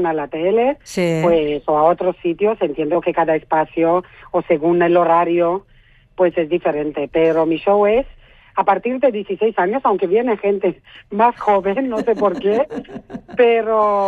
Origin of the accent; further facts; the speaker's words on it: Romania; now in Spain; de rumana a española, porque soy bastante española, entonces es transitas, ¿no?, de un punto a otro.